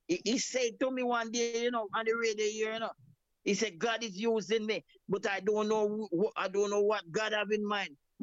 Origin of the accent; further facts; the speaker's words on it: Jamaica; But me as a Jamaican